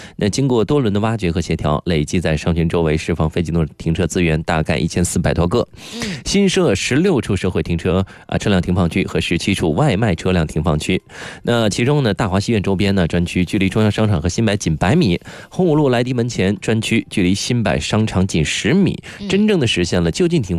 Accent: Nanjing, Jiangsu, China; 那咱们南京人其实爱吃藕

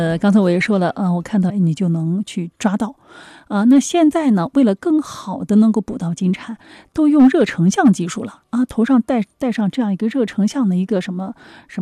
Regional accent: Hai'an, Jiangsu, China; now in Nanjing, China; 包括我们像我老家海安那边哈

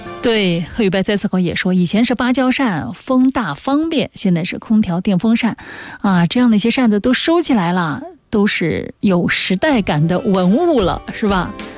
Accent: Jiangsu, China; 我们江苏这边

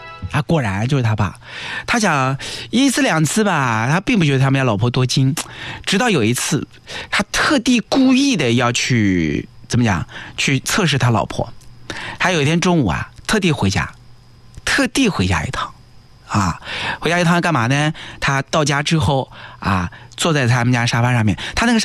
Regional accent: Nanjing, Jiangsu, China; 老是刷到我们南京人的生活，

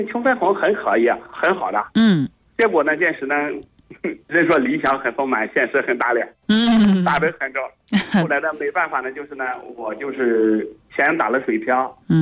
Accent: Liangji, Suining County, Jiangsu, China; 因为我们孙宁县梁集的我们老家

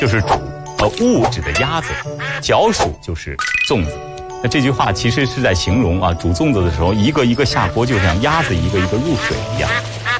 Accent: northern China, China; 我是地道的北方人

